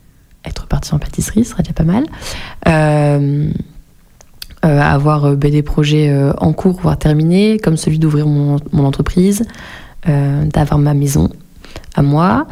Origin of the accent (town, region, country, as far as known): Lyon, Auvergne-Rhône-Alpes, France; born or raised there; moved away